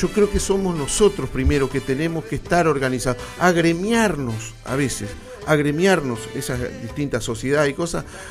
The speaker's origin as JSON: {"language": "Spanish", "region": "Paysandú", "country": "Uruguay", "moved": "yes", "lives_now": "Maldonado, Uruguay", "said": "Yo soy de Paysandú, yo vine para acá"}